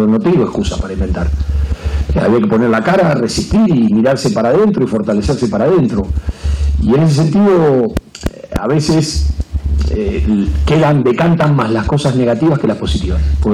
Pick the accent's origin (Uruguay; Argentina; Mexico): Argentina; now in Paraguay; Le digo, miren, yo voy a decir una cosa como argentino, no como técnico de la selección paraguaya.